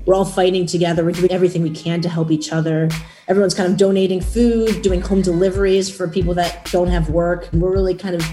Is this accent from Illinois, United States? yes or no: yes; Chicago, Illinois, United States; also born or lived in Washington, D.C.; I grew up in Lincoln Park. It was beautiful. It was just like tons of parks. I grew up really close to the beach. I went to public school.